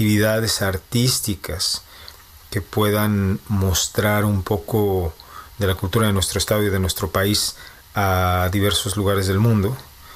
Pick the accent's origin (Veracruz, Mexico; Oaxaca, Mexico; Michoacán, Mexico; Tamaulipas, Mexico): Tamaulipas, Mexico; now in Czechia; no somos muchos tamaulipecos radicando en Chequia